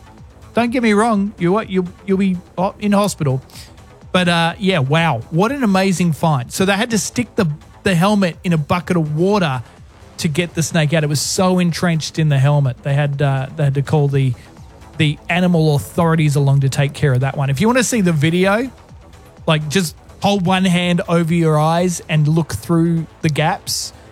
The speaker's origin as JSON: {"language": "English", "country": "Australia", "tie": "born or raised there", "said": "Now, growing up in Australia, like most of us know, check your boots before you put it on."}